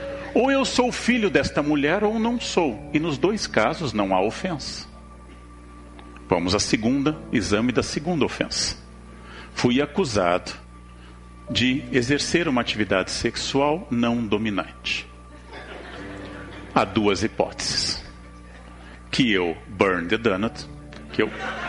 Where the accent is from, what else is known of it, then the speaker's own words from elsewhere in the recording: Rio Grande do Sul, Brazil; moved away; Devia ser alguém do meu estado. Esse tipo de sinceridade é muito gauchesca, né?